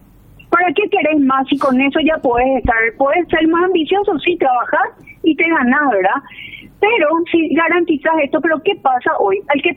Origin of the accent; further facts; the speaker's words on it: Paraguay; todos nosotros como paraguayos